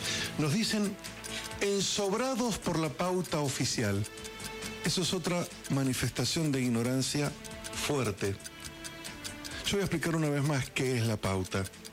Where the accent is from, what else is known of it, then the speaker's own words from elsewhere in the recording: Argentina; todos somos técnicos de la selección argentina